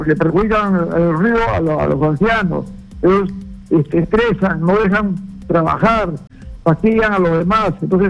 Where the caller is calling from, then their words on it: Lima, Peru; Yo soy vecina, vicevecina de la Universidad Santa Beatriz.